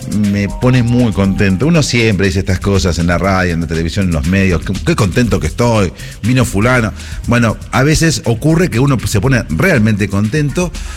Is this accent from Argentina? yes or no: yes; Argentina; como somos tangueros finalmente, somos argentinos tangueros